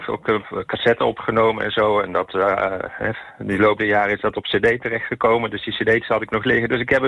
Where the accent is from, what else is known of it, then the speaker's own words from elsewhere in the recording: Oosterhout, North Brabant, Netherlands; Goedemorgen, Hans. Uit Oosterhout in Noord-Brabant.